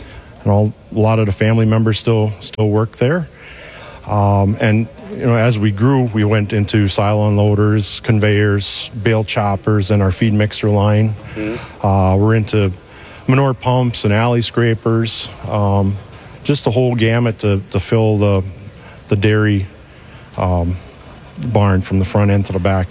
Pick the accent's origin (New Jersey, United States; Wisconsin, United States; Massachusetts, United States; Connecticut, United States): Wisconsin, United States; Born and raised in near Green Bay, Wisconsin. Grew up on a dairy farm, 90 cow herd.